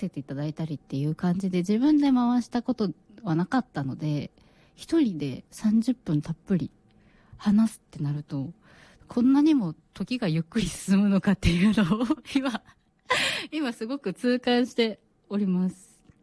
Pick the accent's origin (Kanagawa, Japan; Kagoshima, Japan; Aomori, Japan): Aomori, Japan; moved away; まだ私実家というか地元の青森にいたんですけども